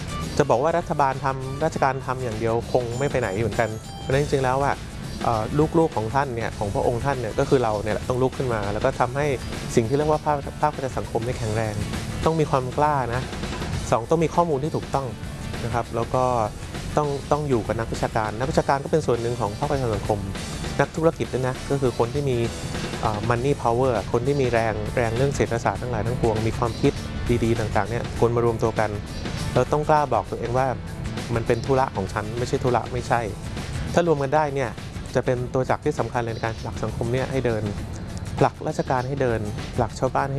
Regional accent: Bangkok, Thailand

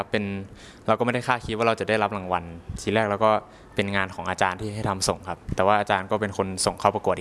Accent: Isan, Thailand; เด็กผมก็โตมาจากภาคอีสานเป็นเด็กต่างจังหวัดนะครับ

